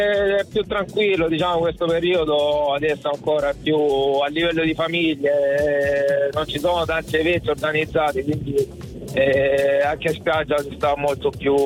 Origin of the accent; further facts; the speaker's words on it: Alezio, Apulia, Italy; accent: Salento; moved away; Siamo di Alezio, paese vicino a Gallipoli, proprio attaccato a Gallipoli.